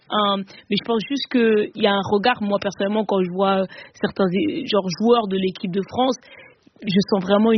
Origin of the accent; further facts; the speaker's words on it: Cameroon; Après, tu sais, je suis camerounaise